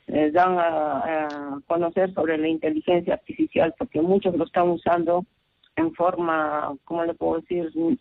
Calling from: Arequipa, Peru; de Arequipa.

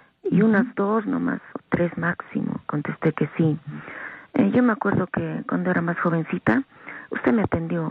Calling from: Cusco, Peru; yo vivo en Cusco, ¿no? Cuando viajé a Lima.

